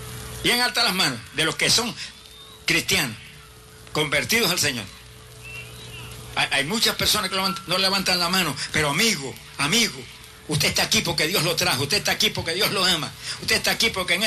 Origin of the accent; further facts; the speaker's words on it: Camuy, Puerto Rico; me dio el lugar más preparado que había en mi pueblo de Camuy, que la gente no se atrevía ni a entrar ahí.